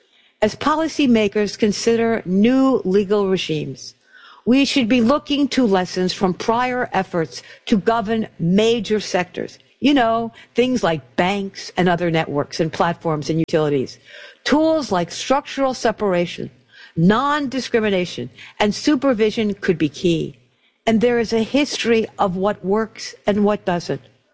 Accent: Brooklyn, New York, United States; born there; I was born in Bay Ridge. And and where I was born in Bay Ridge, and I'm an old lady, so where I was born in Bay Ridge, there were more Norwegians than in Oslo, Norway.

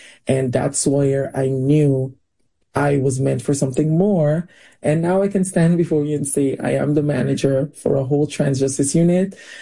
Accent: Guyana; moved away as an adult; now in New York City, United States; when I came here all the way from Guyana, which is located in South America

